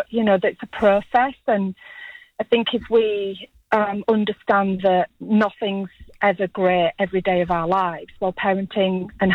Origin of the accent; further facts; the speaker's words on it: Yorkshire and the Humber, United Kingdom; I'm from West Yorkshire.